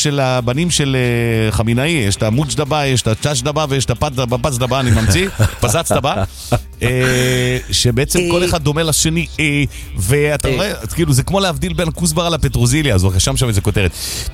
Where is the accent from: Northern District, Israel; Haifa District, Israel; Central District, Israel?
Central District, Israel; Rishon LeZion; גדלתי בראשון אצל המוזיקאי, הקומפוזיטור